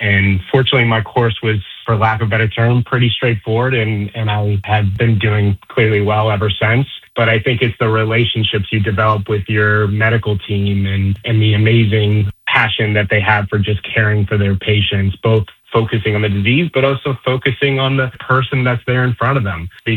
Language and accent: English; Pittsburgh, Pennsylvania, United States; moved away as an adult; now in Philadelphia, United States; I'm born and raised in Pittsburgh and grew up there, I live in Philadelphia now